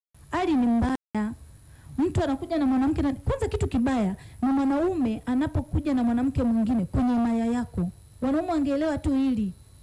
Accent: Ruvuma, Tanzania; Imeenda mbali zaidi kule kwetu Ruvuma.

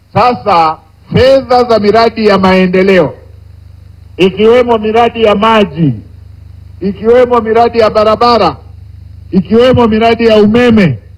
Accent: Mara, Tanzania; nyumbani kwetu kule Iramba ya Mara

